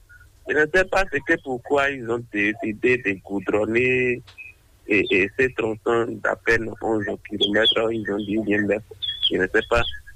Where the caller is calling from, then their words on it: Benin; je suis à Vrancou.